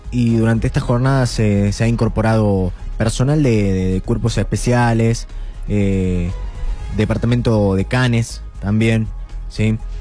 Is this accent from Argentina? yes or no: yes; La Rioja, Argentina; nos representa a todos los riojanos.